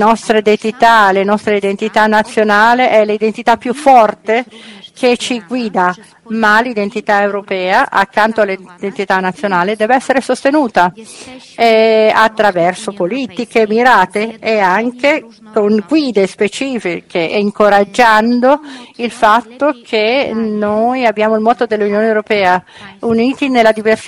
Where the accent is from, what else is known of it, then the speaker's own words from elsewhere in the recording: Poland; Italian is a second language; io come polacca posso andare, per esempio, in l'ambasciata italiana e essere aiutato